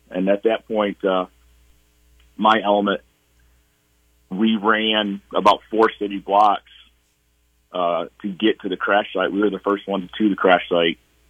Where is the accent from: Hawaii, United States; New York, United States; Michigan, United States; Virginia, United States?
New York, United States; Cohocton; moved away as an adult; I grew up in Cohocton, New York, just about an hour south on 390. Graduated Cohocton High School, you know, played three sports, then left Cohocton for the military in 91